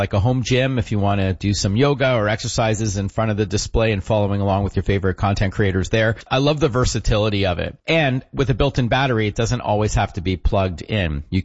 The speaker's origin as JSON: {"language": "English", "country": "Canada", "said": "And so I have Canadian listeners on that podcast and they know I'm Canadian and they give me heck by having the announcer say … with the Z."}